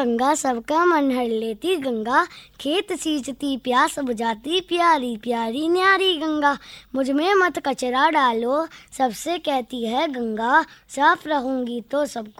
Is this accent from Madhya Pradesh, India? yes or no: no; Lucknow, Uttar Pradesh, India; मैं model house Lucknow से आया हूँ।